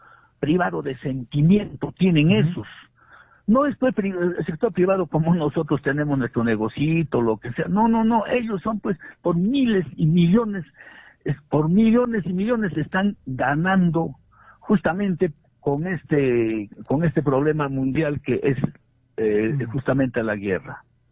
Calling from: Puno, Peru

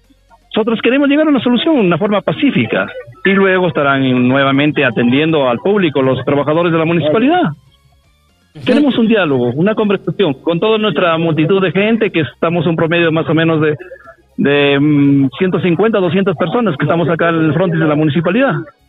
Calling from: Peru

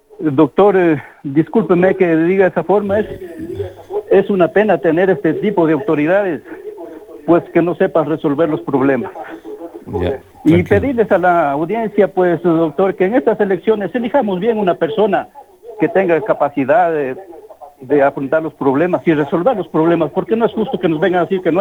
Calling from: Loja, Ecuador; Soy morador del Plateado, doctor.

